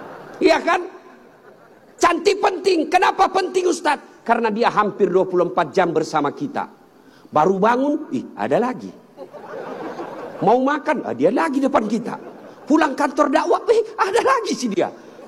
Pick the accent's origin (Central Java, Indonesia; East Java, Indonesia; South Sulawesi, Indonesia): South Sulawesi, Indonesia; Beliau orang Melayu, saya orang Bugis.